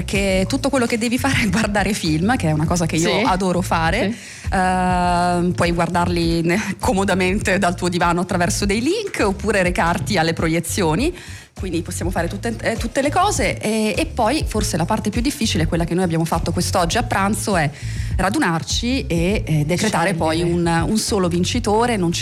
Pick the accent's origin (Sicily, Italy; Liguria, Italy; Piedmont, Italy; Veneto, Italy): Sicily, Italy; Sciacca; io sono siciliana, quindi qua comunque mi sento vagamente a casa